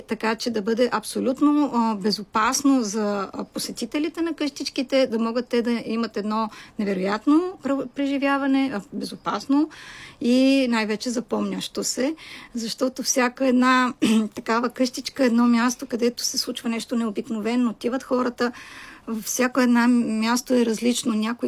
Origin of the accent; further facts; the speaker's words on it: Sofia, Sofia City, Bulgaria; Аз съм дете от София, с всички роднини софиянци, така че като малка страдах, че нямам село.